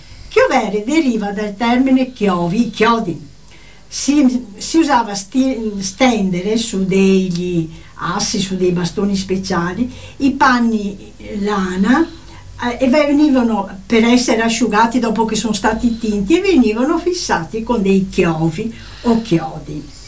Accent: Venice, Veneto, Italy; born there; io sono nata a Piscina San Martino

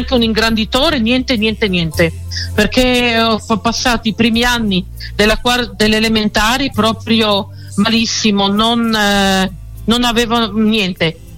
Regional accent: Pordenone, Friuli-Venezia Giulia, Italy; perché sono originario di Pordenone

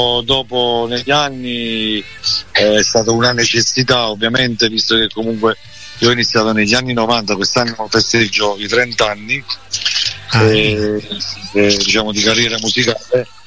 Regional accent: Salerno, Campania, Italy; born there; accent: Neapolitan; now in Pontecagnano Faiano, Italy; Io sono nato a Salerno e in questo momento diciamo sono di Ponte Cagnano

